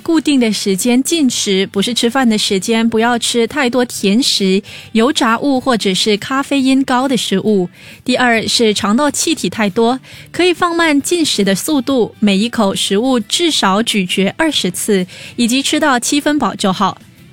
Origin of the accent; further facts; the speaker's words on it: Singapore; 我们新加坡人